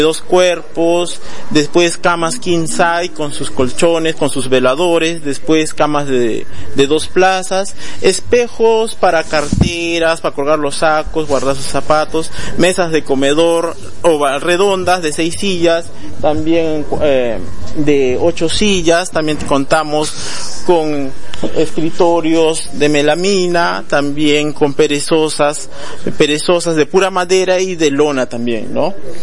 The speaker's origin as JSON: {"language": "Spanish", "region": "Tacna", "country": "Peru", "said": "No, todos somos de Tana."}